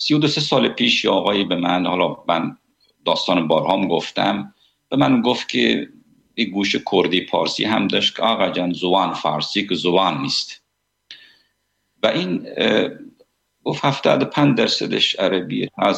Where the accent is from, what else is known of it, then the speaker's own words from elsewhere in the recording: Iran; من ایرانی هستم